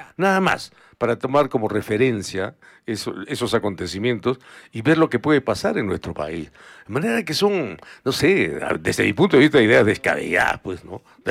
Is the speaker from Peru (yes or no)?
yes; Peru; como peruano yo me sentía un poco... Sentía vergüenza propia, ¿no? Como peruano.